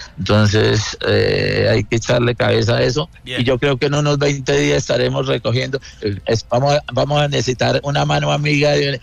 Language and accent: Spanish; Santander, Colombia; estoy en la tierra que amo. Yo soy santandereano.